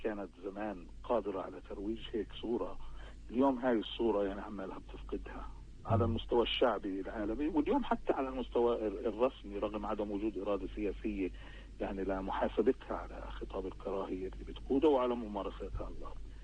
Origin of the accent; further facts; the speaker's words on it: Palestine; إحنا كفلسطينيين